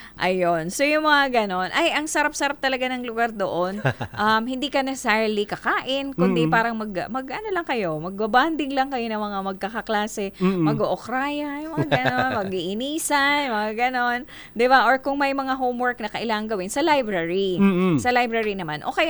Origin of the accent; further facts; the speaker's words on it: Tiwi, Bicol Region, Philippines; Uy, my hometown.